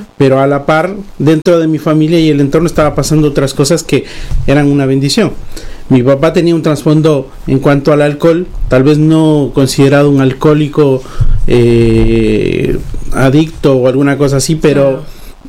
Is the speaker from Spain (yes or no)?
no; Ecuador; Nosotros venimos como ecuatorianos, tenemos un trasfondo católico muy fuerte.